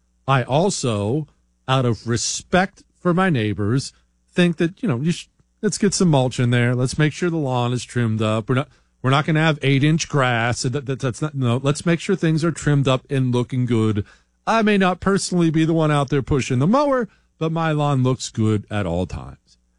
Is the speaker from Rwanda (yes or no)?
no; Cuba; I'm originally from Cuba, but I got my naturalization more than 16 years ago.